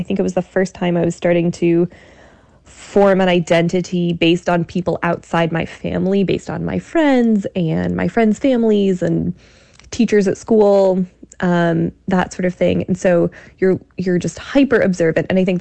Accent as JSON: {"language": "English", "region": "Iowa", "country": "United States", "tie": "born or raised there", "said": "And growing up in Iowa, that wasn't something I knew very much about"}